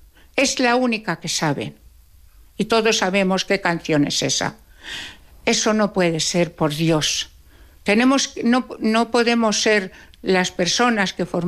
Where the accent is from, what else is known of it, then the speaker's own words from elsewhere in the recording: La Puebla de Almoradiel, Castilla-La Mancha, Spain; born there; Yo nací en la Puebla de Almoradiel.